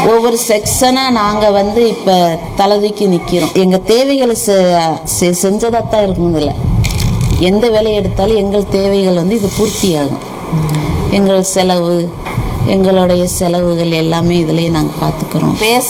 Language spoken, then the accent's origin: Tamil; Pamban, Tamil Nadu, India; நான் பாமனை சேர்ந்தவர். என் வயசு வந்துதான் 49 வயசு இருக்கும்.